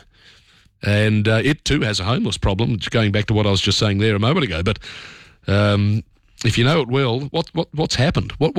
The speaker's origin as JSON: {"language": "English", "town": "Parramatta", "region": "New South Wales", "country": "Australia", "tie": "born or raised there", "said": "Oh, well, look, I grew up around Parramatta. I know the situation there."}